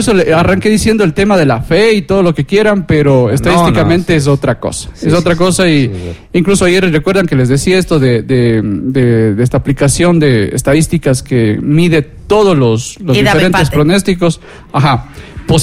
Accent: Ecuador; así somos así los ecuatorianos.

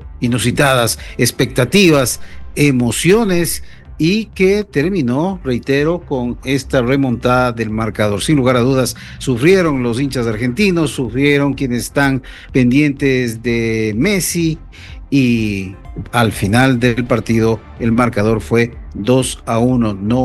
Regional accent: Ecuador

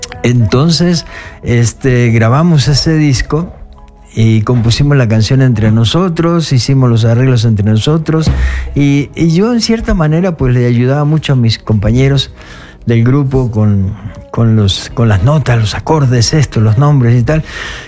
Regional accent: Uruguay; moved away as an adult; also born or lived in Spain; Cuando nosotros salimos de Uruguay, cuando yo soy uruguayo y salimos de allá

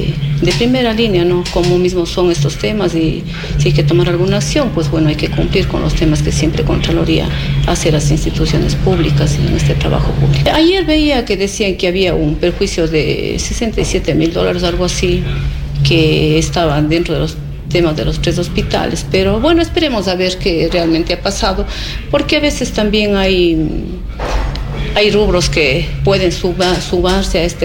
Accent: Sidcay rural parish, Azuay, Ecuador; soy nativa de la parroquia rural Sidcay

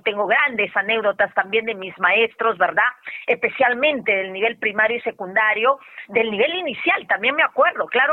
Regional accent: Peru

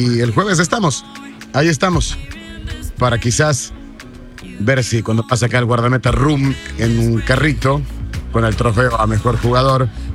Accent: Cuenca, Azuay, Ecuador; Somos salados los de Cuenca, ¿no?

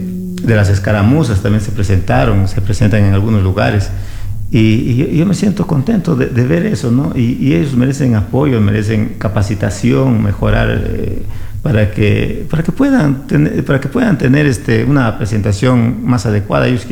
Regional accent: Loja, Ecuador; soy de Loja, ahí la tierra del festival

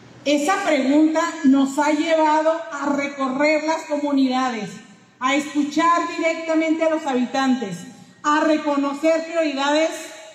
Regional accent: San Francisco de Conchos, Chihuahua, Mexico; mi tierra que tanto quiero

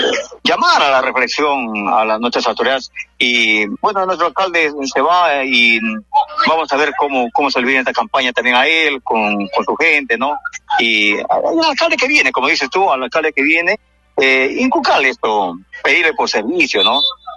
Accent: Rioja, San Martín, Peru; Eso nos llena de felicidad y orgullo como riojanos

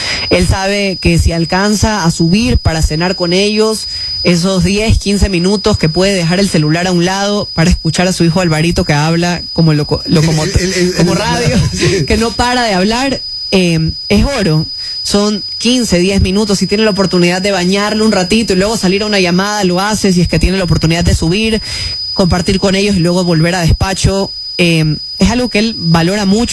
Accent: Ecuador; como ecuatorianos también tenemos conversaciones de el país.

